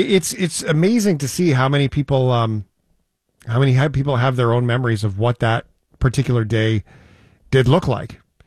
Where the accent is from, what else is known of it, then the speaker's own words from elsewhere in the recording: Newfoundland and Labrador, Canada; I'm so proud of my hometown in Newfoundland.